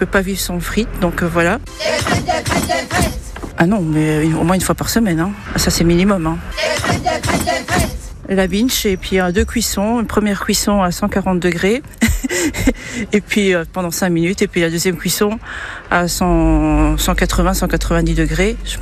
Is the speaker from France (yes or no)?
no; Luxembourg; Et nous venons de Luxembourg. Très joli pays que pas beaucoup de personnes visitent, malheureusement.